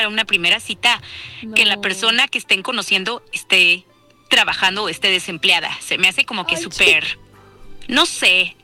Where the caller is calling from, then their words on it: Puebla, Mexico